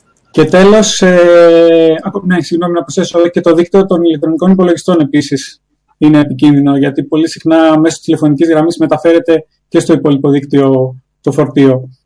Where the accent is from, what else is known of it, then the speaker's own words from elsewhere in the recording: Agios Dimitrios, Greece; τον Άγιο Δημήτρη, το χωριό μου.